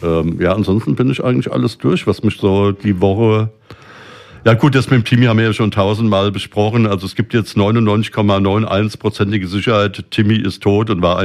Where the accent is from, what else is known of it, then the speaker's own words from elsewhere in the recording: Rüsselsheim, Hesse, Germany; meine Kindheit in Rüsselsheim